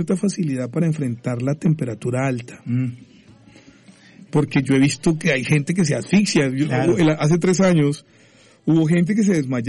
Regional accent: Cali, Valle del Cauca, Colombia; Yo soy de Cali, una ciudad donde la salsa juega un papel muy importante.

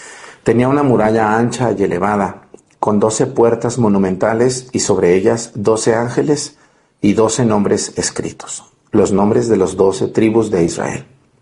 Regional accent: Mexticacán, Jalisco, Mexico; now in Guerrero, Mexico; allá en mi pueblo, en Mexticacán.

